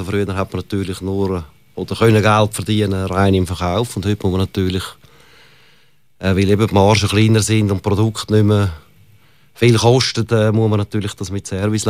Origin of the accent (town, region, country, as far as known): Zurich, Switzerland